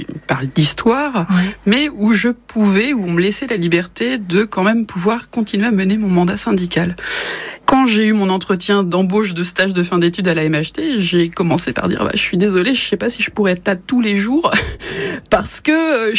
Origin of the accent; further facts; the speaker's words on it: Trélazé, Pays de la Loire, France; moi je viens de Trélazé, dans le Maine-et-Loire.